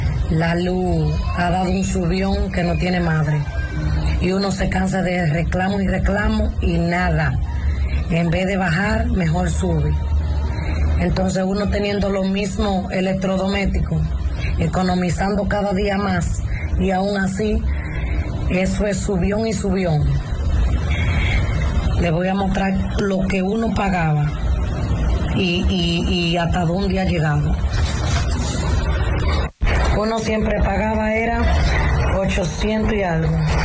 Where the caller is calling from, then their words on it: Puerto Plata, Dominican Republic; soy de Puerto Plata